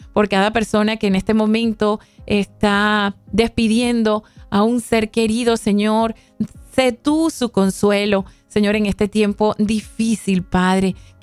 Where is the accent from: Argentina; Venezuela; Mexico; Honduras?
Venezuela; moved away; en mi país, Señor, Venezuela